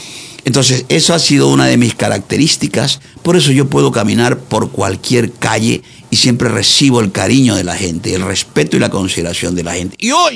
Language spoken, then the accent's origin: Spanish; Quinindé, Esmeraldas, Ecuador; Yo soy campesino, Manolito, yo nací en la Marujita City, que ahora le pongo Marujita City.